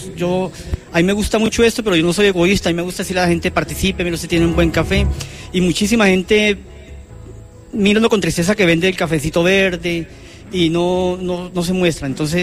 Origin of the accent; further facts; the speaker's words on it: Palermo, Huila, Colombia; nuestro municipio Palermo. Nosotros somos de la vereda San Pedro Alto, muy orgullosamente allí a 1800 metros de nivel del mar allí en Palermo.